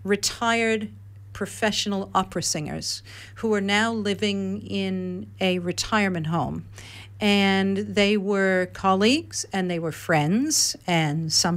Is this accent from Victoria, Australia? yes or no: yes; Victoria, Australia; now in Redlands, Australia; My accent may give away that I didn't grow up around here